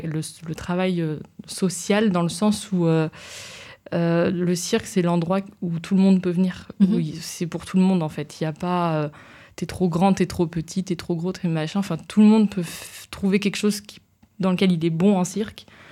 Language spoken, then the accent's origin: French; Grenoble, Auvergne-Rhône-Alpes, France; moved away as an adult; now in Valence, France; je suis grenobloise, mais je suis née à Grenoble, mais finalement. J'ai atterri dans la Drôme.